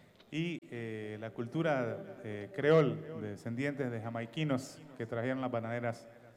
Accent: La Ceiba, Atlántida, Honduras; dos culturas con las cuales crecí, digamos, en la Ceiba, que es la cultura garífuna

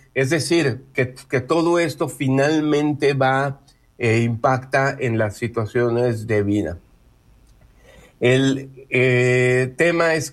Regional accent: Mexico

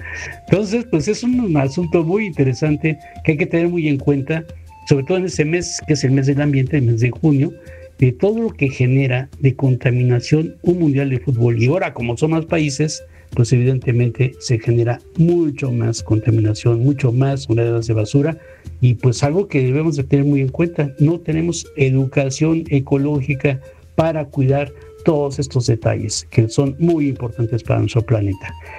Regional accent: Mexico

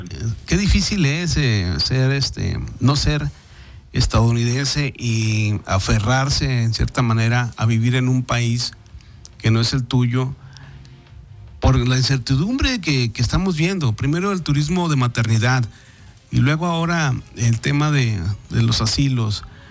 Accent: Mexico; los que nos quedamos aquí en México, y que algunos lo decimos con mucho orgullo, pues somos mexicanos y aquí le echamos ganas, pero quienes estamos en esta frontera

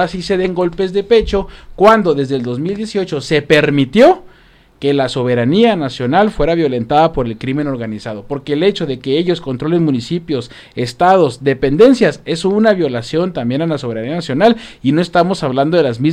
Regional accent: Mexico; Ahorita nos corresponde a todos como mexicanos

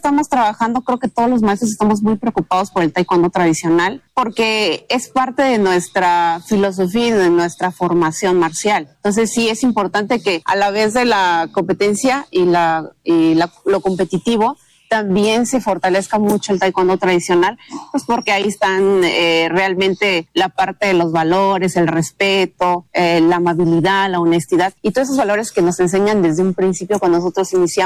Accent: San Cristóbal, Chiapas, Mexico; pero que realmente es para Chiapas, sobre todo para mi ciudad natal, que es San Cristóbal.

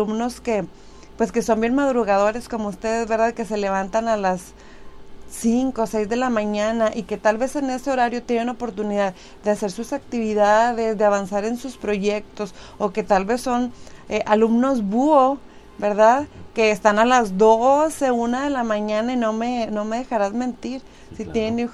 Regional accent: Múzquiz, Coahuila, Mexico; para quienes somos de aquí de Musquis, pues ya conocemos exactamente dónde está la ubicación

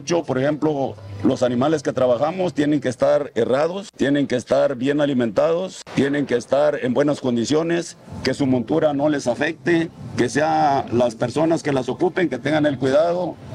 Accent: Matías Romero, Oaxaca, Mexico; also born or lived in Uxpanapa, Veracruz; Yo soy del municipio de Matías Romero, Oaxaca, pero también soy de Uspanapa. Pues soy veracruzano y soy también oaxaqueño

